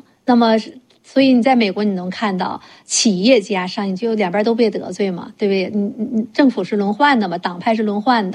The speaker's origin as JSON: {"language": "Chinese", "country": "China", "moved": "yes", "lives_now": "United States", "said": "有些我们中国人看到有权有位置的人哈"}